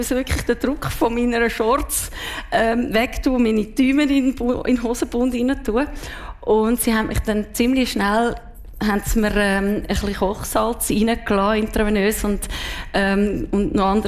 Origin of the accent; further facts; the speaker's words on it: Zurich, Switzerland; accent: Zurich German; now in Solothurn, Switzerland; warum redest du Zürichdeutsch? Und ich so, das habe ich immer schon geredet.